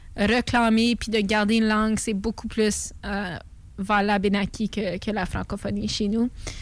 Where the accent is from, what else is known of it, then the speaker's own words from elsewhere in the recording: Ontario, Canada; Mais au nord de l'Ontario, on est comme minoritaire. Tout est en anglais. On est dans un milieu anglophone.